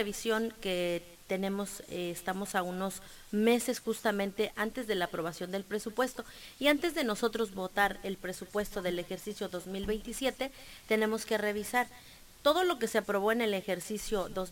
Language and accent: Spanish; Tijuana, Baja California, Mexico; born there; yo tuve la bendición de nacer aquí en Tijuana.